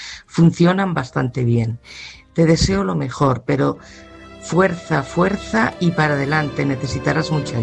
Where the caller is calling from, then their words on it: Salamanca, Castile and León, Spain; de Salamanca.